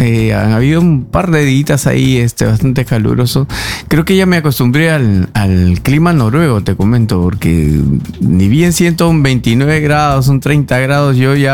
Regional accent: Trujillo, La Libertad, Peru; moved away as an adult; now in Oslo, Norway; yo soy de la ciudad de Trujillo, en la costa norte de Perú, a prácticamente unas 10 horas de Lima. Es que vivo yo, vivía yo.

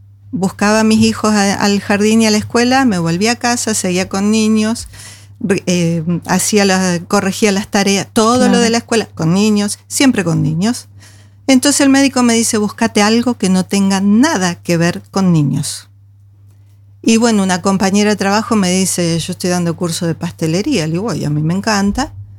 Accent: Buenos Aires Province, Argentina; Bueno, y además que vengo de la provincia de Buenos Aires, o sea que soy pampeana también.

